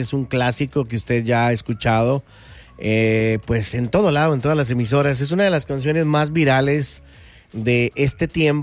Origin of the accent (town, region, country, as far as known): Costa Rica